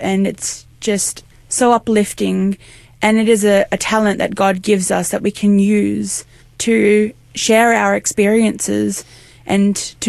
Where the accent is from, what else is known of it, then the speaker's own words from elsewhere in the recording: Sydney, New South Wales, Australia; I'm from Sydney.